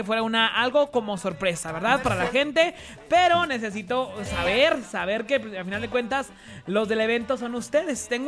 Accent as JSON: {"language": "Spanish", "town": "Pilar de Zaragoza", "country": "Mexico", "said": "Ustedes saben que yo soy orgullosamente del Pilar de Zaragoza, ¿verdad? Y también orgullosamente represento a esa comunidad. La represento siendo yo el presidente del poblado"}